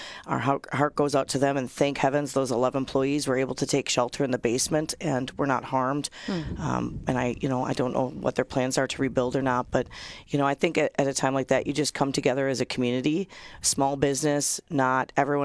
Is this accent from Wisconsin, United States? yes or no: yes; Wisconsin, United States; So we're from Wisconsin